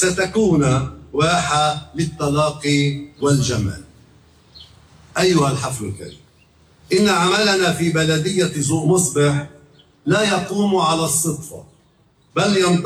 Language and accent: Arabic; Zouk Mosbeh, Mount Lebanon, Lebanon